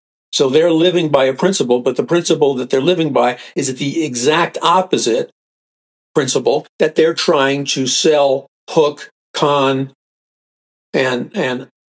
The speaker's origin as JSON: {"language": "English", "town": "New York City", "region": "New York", "country": "United States", "tie": "born or raised there", "said": "I remember growing up in New York City, people talk very straight, very."}